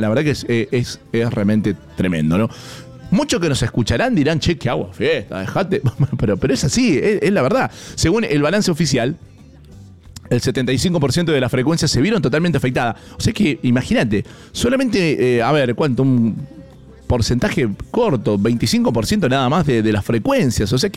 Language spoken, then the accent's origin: Spanish; Argentina; somos argentinos.